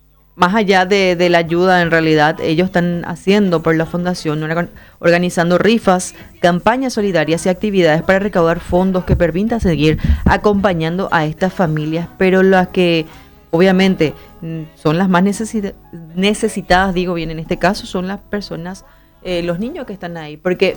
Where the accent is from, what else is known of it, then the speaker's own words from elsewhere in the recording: Paraguay; Nosotros como paraguayos no estamos todavía interiorizados lo que es salvar una vida.